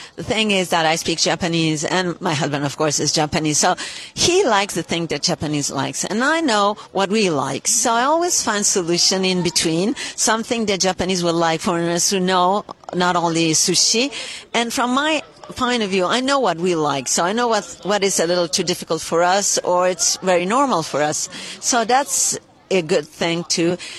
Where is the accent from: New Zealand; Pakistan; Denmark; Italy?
Italy; also born or lived in United States; I was born in the States and then raised in Italy.